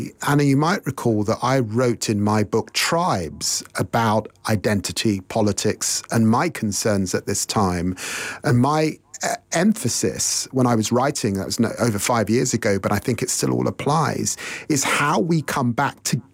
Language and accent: English; England, United Kingdom; I'm very proud of my African descent. I'm hugely proud of being English, of being a Black Briton, of being a Christian.